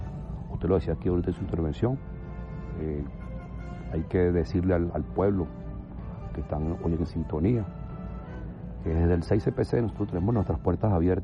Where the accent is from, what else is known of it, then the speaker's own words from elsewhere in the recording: Caracas, Capital District, Venezuela; De Caracas, sí, señor.